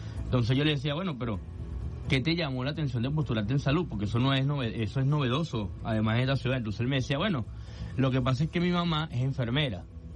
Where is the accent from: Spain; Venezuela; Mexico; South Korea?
Venezuela; Caracas, Capital District; yo vengo de Recreo, yo vengo de Pinto Salinas.